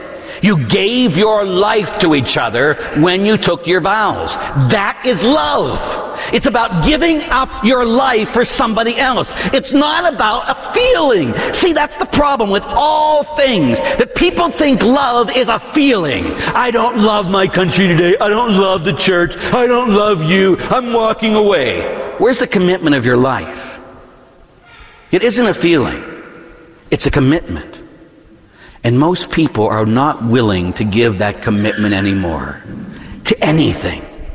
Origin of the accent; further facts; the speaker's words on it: Pittsburgh, Pennsylvania, United States; You know, growing up in Pittsburgh, both my parents were cops